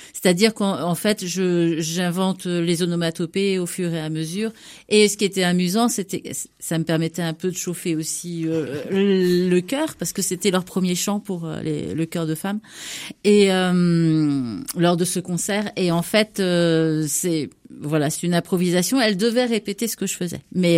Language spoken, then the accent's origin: French; Brittany, France; moi je suis bretonne.